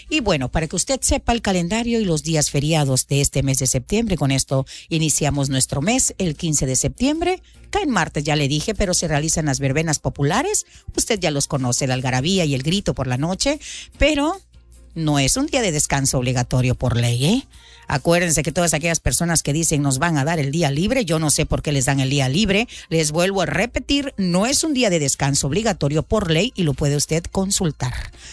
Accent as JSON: {"language": "Spanish", "region": "Chiapas", "country": "Mexico", "said": "nuestra anexión de Chiapas a México, que muy orgullosos de eso, porque antes pertenecíamos a Guatemala, ahora somos totalmente mexicanos"}